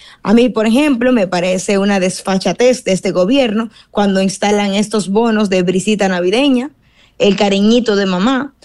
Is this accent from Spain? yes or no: no; Dominican Republic; también lo pienso como dominicana